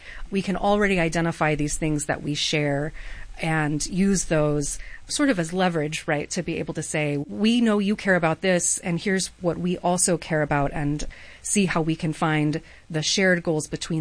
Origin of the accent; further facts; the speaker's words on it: Texas, United States; So I am from Texas originally, and I'm seventh or eighth generation Texan.